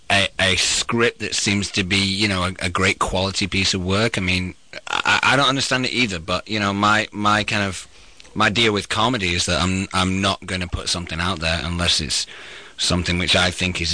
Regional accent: England, United Kingdom; Okay, I'm English, so I have no idea what a shout out is.

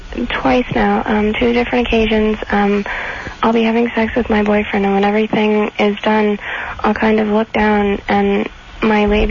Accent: New York City, New York, United States; I'm from the Bronx, born and raised.

